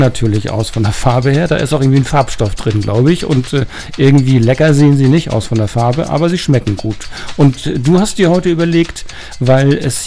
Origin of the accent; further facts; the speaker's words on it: Schleswig-Holstein, Germany; wir kommen aus Schleswig-Holstein und wohnen dort dicht an der dänischen Grenze